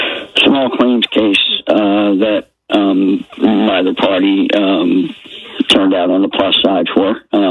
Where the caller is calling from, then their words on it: Tampa, Florida, United States; I'm calling from North Tampa.